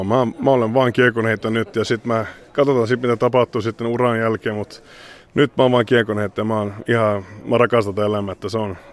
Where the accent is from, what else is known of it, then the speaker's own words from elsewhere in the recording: Sweden; born there; mä oon syntynyt Ruotsissa, mä kilpailen Ruotsissa ja suomalaiset ymmärtää sen myös, että totta kai ne ottaa vähän pannua, että mä en halua kilpailla Suomen maasta, mutta mä oon niin kuin ruotsalainen ja näin se on, kato.